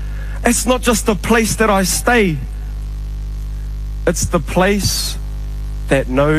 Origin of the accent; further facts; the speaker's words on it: Kawerau, Bay of Plenty, New Zealand; for too long the world has only skimmed the footnotes of my hometown